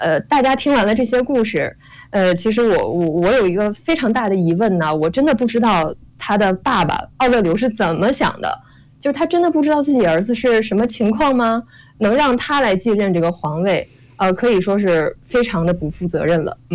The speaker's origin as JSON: {"language": "Chinese", "region": "Northeast China", "country": "China", "said": "我作为一个东北人啊"}